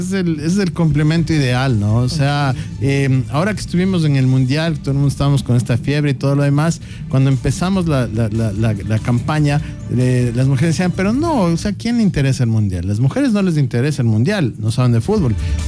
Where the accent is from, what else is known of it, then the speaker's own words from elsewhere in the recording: Ecuador; sino es que somos los ecuatorianos, y nosotros tenemos que demostrar lo que somos y ponerse.